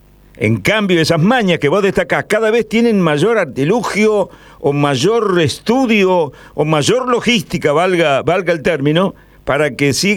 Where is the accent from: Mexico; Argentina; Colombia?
Argentina; Rosario, Santa Fe; como rosarino, como ciudadano